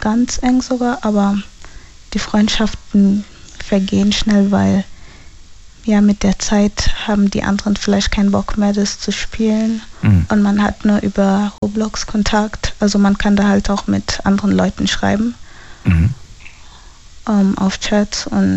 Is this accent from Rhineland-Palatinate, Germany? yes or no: yes; Landau, Rhineland-Palatinate, Germany